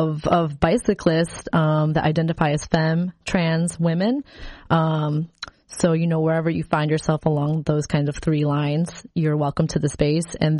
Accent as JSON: {"language": "English", "town": "Chicago", "region": "Illinois", "country": "United States", "tie": "born or raised there", "also_born_or_lived": "Indiana", "said": "we had moved from the city. Like I grew up in Chicago and we had moved to a rural, a very rural town in Indiana."}